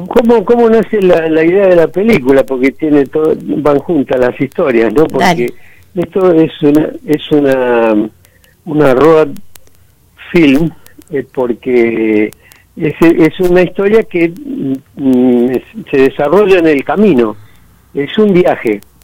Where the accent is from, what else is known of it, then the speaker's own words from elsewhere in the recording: Córdoba, Argentina; also born or lived in Buenos Aires; porque yo soy de Córdoba y viví en Buenos Aires de chico, y se hablaba de ese vasco que había existido